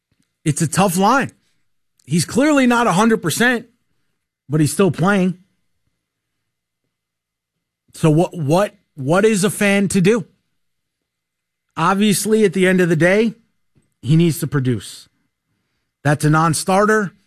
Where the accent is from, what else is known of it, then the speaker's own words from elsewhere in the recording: New York, United States; now in Atlanta, United States; Trust me, I grew up with those people. You know, I grew up in New York and Philly was right down the road.